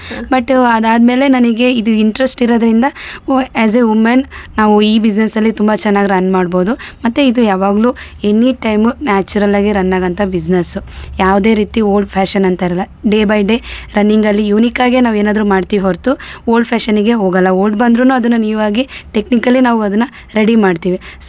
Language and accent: Kannada; Muttinakoppa, Karnataka, India; moved away as an adult; now in Shivamogga, India; ನಾನು ಬಂದ್ಬಿಟ್ಟು N R ಪುರ ಅಂತ, ಮುತ್ತಿನಕೊಪ್ಪ ನಮ್ಮ ನೇಟಿವು, ನನ್ನ ತವ್ರ ಮನೆ. ನನ್ನ ಮ್ಯಾರೇಜ್ ಶಿವಮೊಗ್ಗದಲ್ಲಿ ಮಾಡಿಕೊಟ್ರು. ಸೊ ಅವಾಗಿಂದ ಇಲ್ಲೇ ಶಿವಮೊಗ್ಗದಲ್ಲೇ ಸ್ಟೇ ಆಗಿದ್ದೀನಿ.